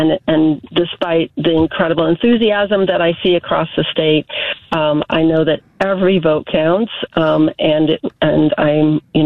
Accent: Seattle, Washington, United States; moved away; And I grew up in Seattle, but I was actually 7 years old when the U.S. Supreme Court ruled that laws like those making it illegal for interracial couples to marry, that they were unconstitutional.

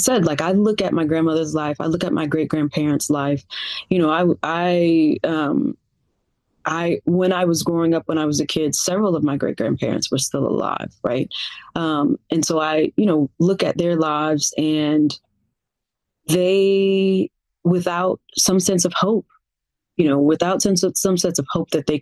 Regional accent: Gulf Coast, United States; my hometown and this area along the Gulf Coast

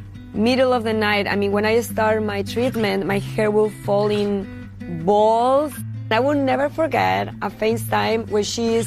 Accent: Mexico City, Mexico; English is a second language; moved away as an adult; now in New York, United States; Growing up in Mexico

